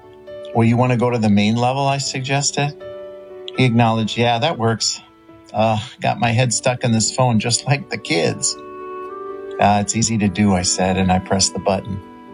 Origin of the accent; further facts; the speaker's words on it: St. Paul, Minnesota, United States; No, I'm from the Twin Cities in St. Paul.